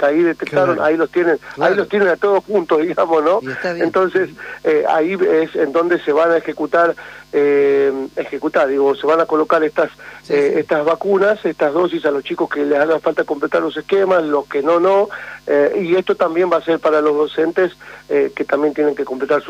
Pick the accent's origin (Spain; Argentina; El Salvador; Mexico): Argentina; La Rioja; los riojanos, hablo como riojano, digamos